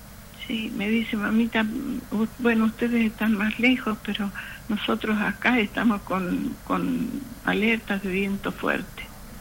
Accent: Argentina

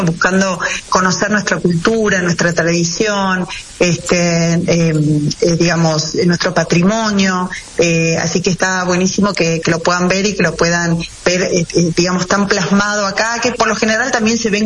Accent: Salta, Argentina; todos somos salteños y que pertenecemos acá

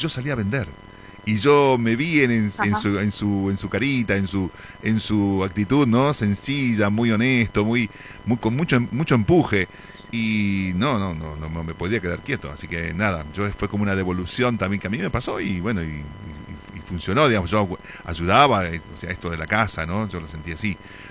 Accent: Tucumán, Argentina; yo nací en Tucumán

